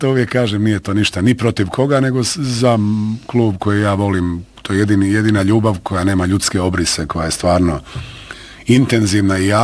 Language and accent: Croatian; Bosnia & Herzegovina; now in Croatia; pitaju odakle si, kao iz Bosne, živim u Hrvatskoj